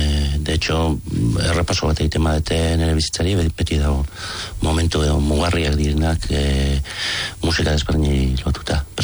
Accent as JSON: {"language": "Basque", "town": "Alkiza", "region": "Basque Country", "country": "Spain", "tie": "born there", "said": "Alkizan jaioa naiz, eta Alkizako festak ziren, ba, musika elkarrekin entzuten genuen lekua"}